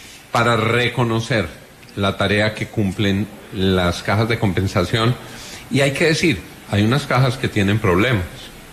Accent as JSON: {"language": "Spanish", "country": "Colombia", "said": "Lo que uno como colombiano dice es, el que obre mal, que la justicia opere."}